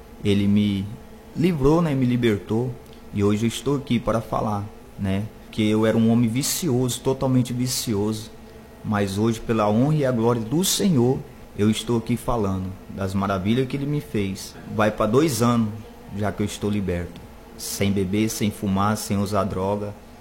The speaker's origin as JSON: {"language": "Portuguese", "town": "Jaru", "region": "Rondônia", "country": "Brazil", "lives_now": "Porto Velho, Brazil", "said": "vim do município de Jaru. Quando eu cheguei aqui no Porto Velho, Deus trabalhou na minha vida de uma forma maravilhosa."}